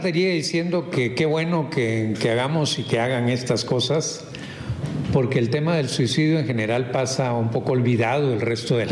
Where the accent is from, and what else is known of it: Guatemala